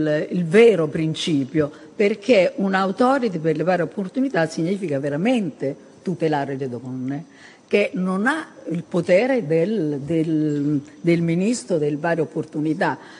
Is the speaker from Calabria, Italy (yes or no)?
yes; Reggio Calabria, Calabria, Italy; born there; nasce da ragazza a Reggio Calabria, anzi a Bocale, un paesino della provincia di Reggio